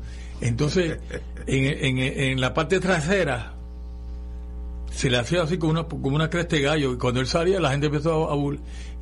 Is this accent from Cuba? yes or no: no; San Juan, Puerto Rico; born there; yo nací en Santurce